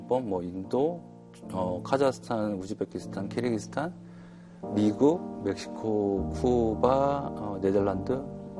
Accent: South Korea; 전 한국 사람이니까.

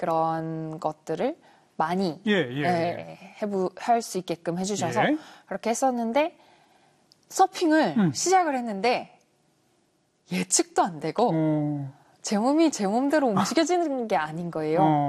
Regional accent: Busan, South Korea; 그때는 어렸을 때 부산에 살았었어가지고

